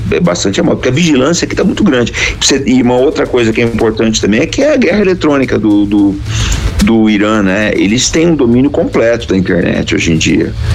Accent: Brazil; a gente é brasileiro, né?

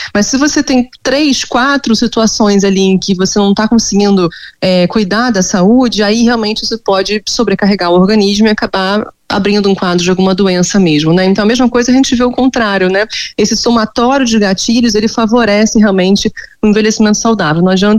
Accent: Rio de Janeiro, Brazil

